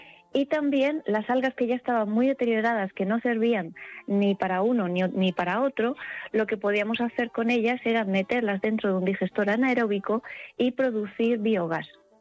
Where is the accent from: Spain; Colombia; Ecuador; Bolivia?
Spain; Murcia, Region of Murcia; born or raised there